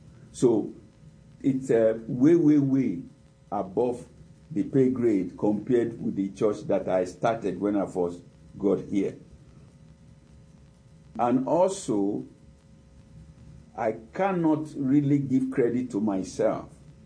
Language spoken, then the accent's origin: English; Nigeria; We grew up together in Nigeria